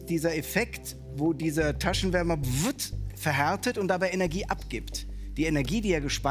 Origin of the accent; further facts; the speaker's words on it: Rhineland, Germany; Ist ein Wort, was ich nicht aussprechen möchte als Rheinländer.